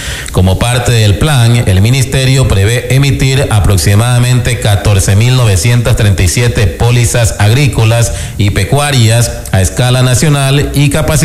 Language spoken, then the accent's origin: Spanish; Ecuador; Así somos los ecuatorianos